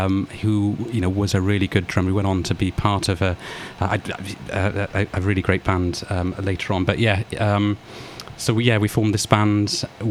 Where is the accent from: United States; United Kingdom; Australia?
United Kingdom; Blackwood, Wales; So I grew up near Blackwood. We were rehearsing in the town in Newbridge.